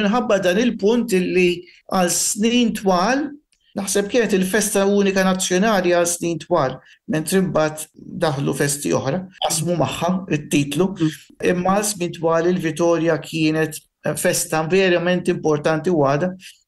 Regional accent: Fgura, South Eastern Region, Malta; now in Sydney, Australia; Minn Malta jiena mill-Fgura, minn naħa t'isfel ta' Malta.

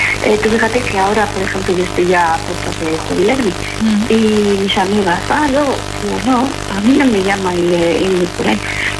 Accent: Jerez de la Frontera, Andalusia, Spain; also born or lived in Northern Spain; Pues yo lo estoy comparando, yo soy de Jerez de la Frontera. Y yo tengo recuerdos de la niñez, de cuando iba a donde mi abuela, ya vivíamos aquí arriba en el norte, pero yo bajaba donde mi abuela.

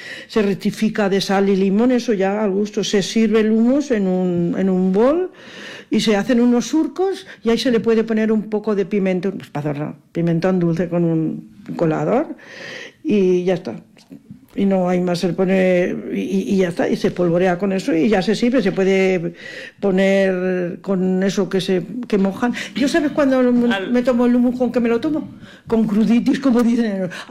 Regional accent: Spain; Que con nosotros somos los españoles somos especiales, nos tomamos la tarde cuando queremos.

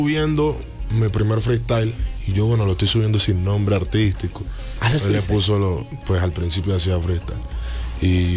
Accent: Colombia; Cuna colombianísima.

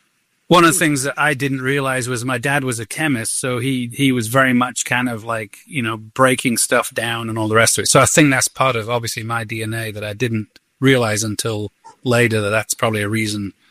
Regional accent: the north of England, United Kingdom; I'm from Northern England

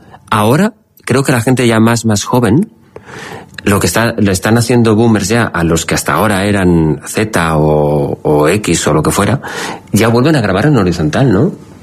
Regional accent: Valencian Community, Spain; Siendo yo valenciano es una expresión complicada.

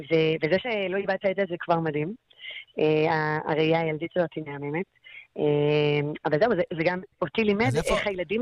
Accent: Givat Shmuel, Central District, Israel; moved away as an adult; also born or lived in Mitzpe Ramon; גדלתי במרכז, בגבעת שמואל, וכולי כזה ילדת מרכז, לא רואה נוף ממטר, יותר קניונים כזה.

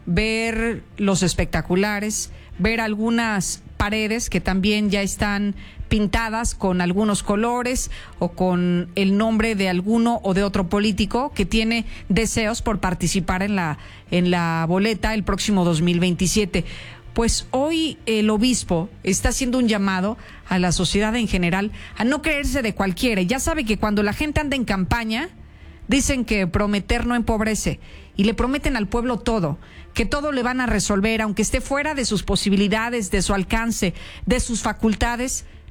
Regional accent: Mexico

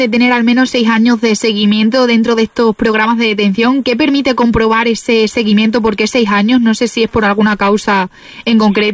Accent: Extremadura, Spain; para nosotros como mujeres extremeñas y para la comunidad extremeña

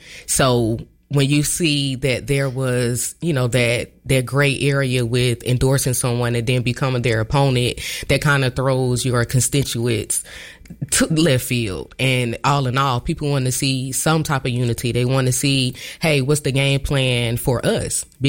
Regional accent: United States; I was raised in Richmond County. I'm a product.

